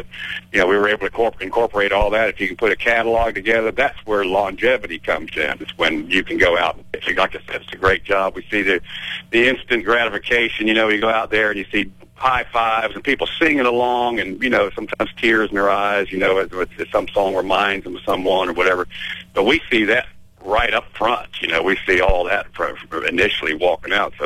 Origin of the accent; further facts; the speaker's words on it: Jacksonville, Florida, United States; we came from Jacksonville, Florida, and it was a Navy town.